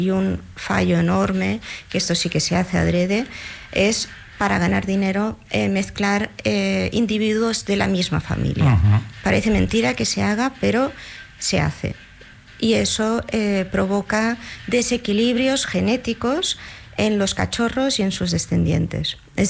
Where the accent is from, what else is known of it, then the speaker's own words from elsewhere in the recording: Spain; now in Germany; ya que somos españoles o de influencia latinoamericana y vivimos en Alemania